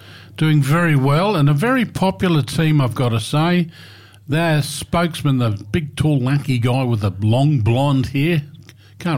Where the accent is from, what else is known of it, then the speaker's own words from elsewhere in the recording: Victoria, Australia; moved away; I'm an ex-Victorian